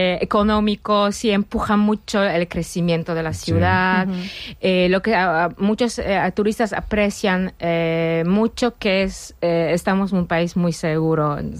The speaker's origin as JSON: {"language": "Spanish", "region": "Lower Silesian Voivodeship", "country": "Poland", "tie": "born or raised there", "second_language": "Spanish", "said": "en la parte del oeste, como Wrocław, que es muy preciosa, es muy cerca de mi ciudad natal, porque no había destrucción durante la Segunda Guerra, antes pertenecía también a Alemania"}